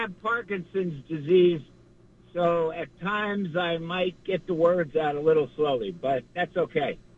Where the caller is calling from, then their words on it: Montclair, New Jersey, United States; I'm calling from Bourget, Montclair.